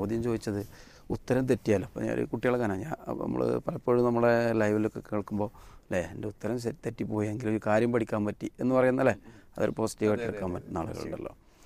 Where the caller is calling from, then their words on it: Tirurangadi, Kerala, India; മലപ്പുറം ജില്ലയിലെ തിരൂരങ്ങാടി. തിരൂരങ്ങാടിയാണോ? അതോ മേലങ്ങാടിയോ? തിരൂരങ്ങാടി.